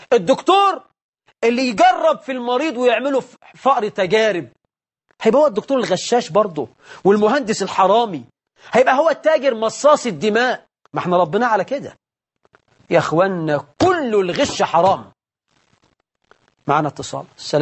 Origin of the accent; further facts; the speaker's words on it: Egypt; السنة دي عندنا في مصر